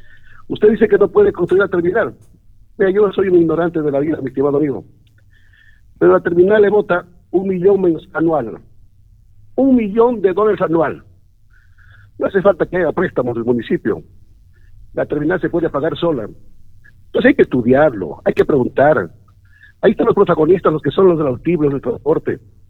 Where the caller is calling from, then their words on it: Chuquiribamba, Loja, Ecuador; Yo soy de Chuquibamba, amigo mío.